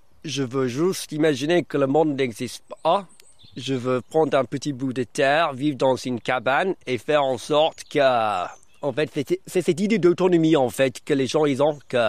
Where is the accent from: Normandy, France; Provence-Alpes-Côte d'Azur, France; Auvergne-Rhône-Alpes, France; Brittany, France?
Brittany, France; accent: Breton; French is a second language; J'ai appris le français en Bretagne.